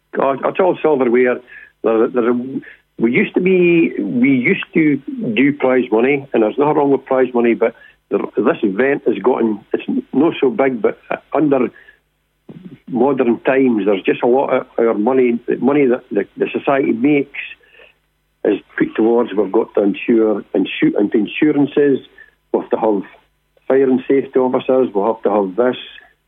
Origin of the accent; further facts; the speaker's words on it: Forfar, Scotland, United Kingdom; I'm from Forfar, up in Angus.